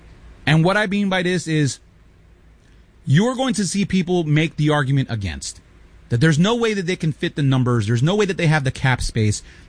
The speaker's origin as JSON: {"language": "English", "town": "Chicago", "region": "Illinois", "country": "United States", "tie": "born or raised there", "lives_now": "New York, United States", "said": "I was born in 85. I lived in Chicago. I was born in Chicago. I got to see Jordan throughout the entire 90s run."}